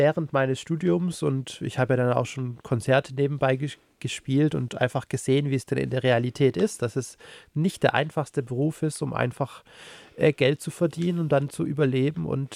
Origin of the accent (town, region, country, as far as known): Nürtingen, Baden-Württemberg, Germany; born or raised there